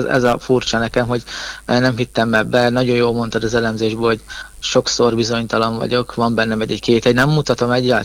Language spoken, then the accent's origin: Hungarian; Szabolcs-Szatmár-Bereg, Hungary; now in Jászfényszaru, Hungary; Jászfényszerű, Jászságban vagyok, de amúgy Törzsgyökeres, szabolcsi vagyok